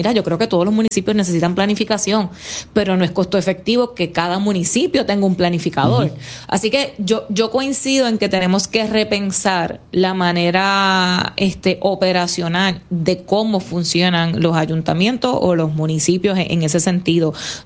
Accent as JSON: {"language": "Spanish", "town": "Morovis", "country": "Puerto Rico", "said": "y soy de Morovis, by the way, por si acaso. siento que tengo standing para hablar de Morovis."}